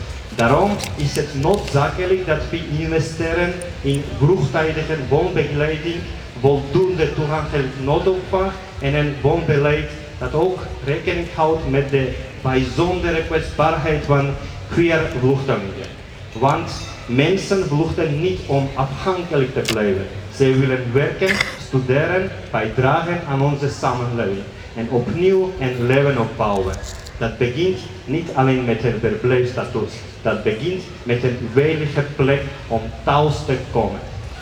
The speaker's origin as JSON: {"language": "Dutch", "country": "Georgia", "second_language": "Dutch", "moved": "as an adult", "lives_now": "Antwerp, Belgium", "said": "ik kom uit Georgië, ik ben al bijna 9 jaar in Antwerpen."}